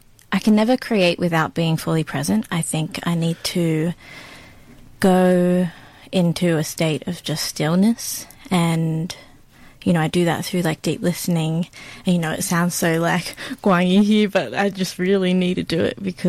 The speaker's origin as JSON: {"language": "English", "region": "New South Wales", "country": "Australia", "tie": "born or raised there", "said": "So growing up on Darug country was big important part of who I am and my identity as well, and being in between, I guess, from the mountains to the sea was that's kind of about me, where I'm from"}